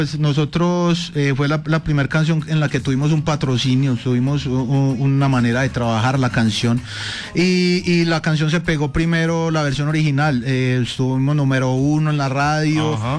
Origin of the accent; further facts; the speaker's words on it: Medellín, Antioquia, Colombia; Yo soy de Robledo, Miramar.